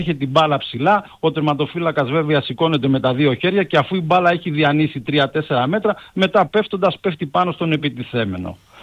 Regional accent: Northern Greece, Greece; είμαι και από τη Βόρεια Ελλάδα.

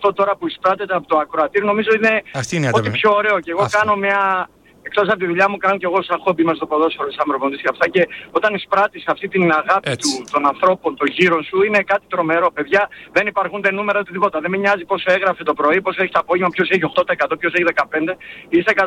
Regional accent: Central Greece, Greece; Εγώ είμαι από την Εύβοια, καταγωγή.

